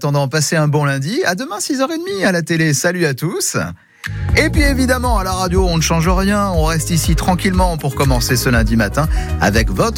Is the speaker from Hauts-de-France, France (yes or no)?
yes; Hauts-de-France, France; je suis Picard